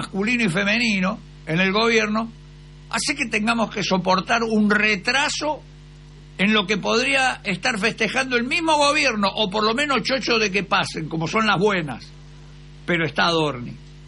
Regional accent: Argentina; nos hace mal como argentino.

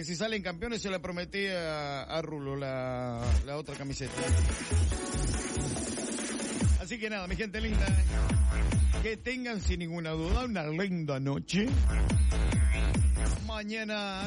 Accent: Argentina; si hay algo que somos creativos los argentinos

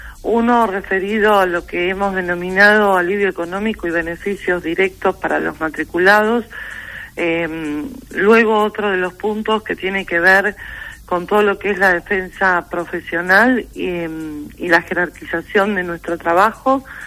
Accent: Olavarría, Buenos Aires Province, Argentina; Olavarría, que es de la ciudad de la cual yo soy nativa

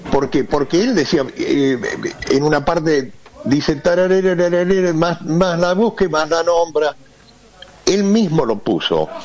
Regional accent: Buenos Aires, Argentina; born there; lo que pasa es que como nací en Buenos Aires, eso, me ponen, viste, por portación de pasaporte

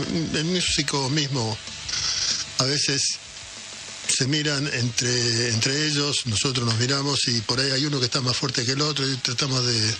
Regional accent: Quilmes, Buenos Aires Province, Argentina; Lo que pasa es que fuimos una banda importante que salió de Quilmes e hicimos cosas maravillosas

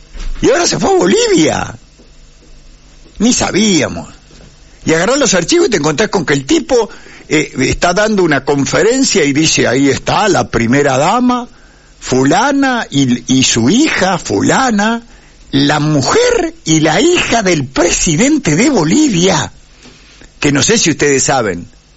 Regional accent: Argentina

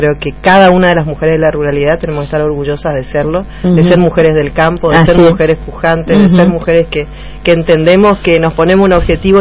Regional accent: El Sauzalito, Chaco, Argentina; con orgullo me considero norteña, como digo, y de Sausalito, del Impenetrable

